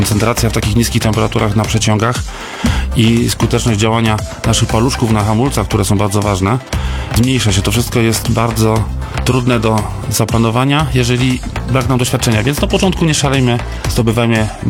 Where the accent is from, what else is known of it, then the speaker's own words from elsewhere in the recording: Rzeszów, Subcarpathian Voivodeship, Poland; W 99 roku nad Morzem Bałtyckim, zapytany przez turystów z innych namiotów skąd jestem, powiedziałem Rzeszowa.